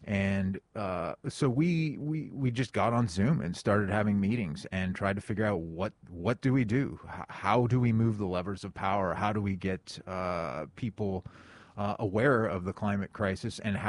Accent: Thousand Oaks, California, United States; I grew up in Thousand Oaks, California, and I grew up hiking and mountain biking in the hills there.

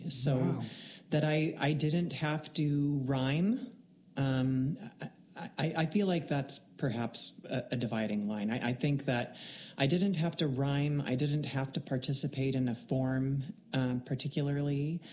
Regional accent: Thousand Oaks, California, United States; also born or lived in Crystal Lake, Illinois; I was born in Crystal Lake, Illinois, 1969. You didn't ask that, but I'm sharing anyway. My family moved to Thousand Oaks, California in 1971. So I've been in this county since 1971.

